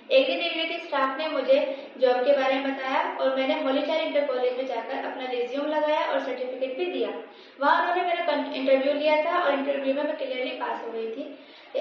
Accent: Rampur, Uttar Pradesh, India; मैं बी ए first year में हूँ और मैं पीडब्ल्यूडी कॉलोनी बजरंग टोला रामपुर उत्तर प्रदेश की रहने वाली हूँ।

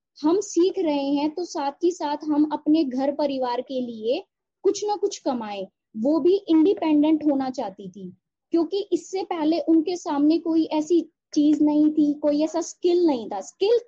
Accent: Sonipat, Haryana, India; Ma'am मैं सोनीपत से हूँ, मैंने बीए बीएड किया हुआ है, और मैम मेरी शादी यहाँ पे हुई 2012 में मेरी शादी हुई।

